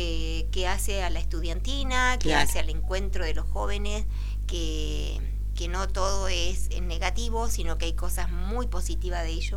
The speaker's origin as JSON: {"language": "Spanish", "town": "Reconquista", "region": "Santa Fe", "country": "Argentina", "tie": "born or raised there", "said": "En nuestra historia de Reconquista, en nuestra historia de los barrios, siempre dije que voy a escribir de mi barrio, porque realmente es algo apasionante, de donde yo nací, crié"}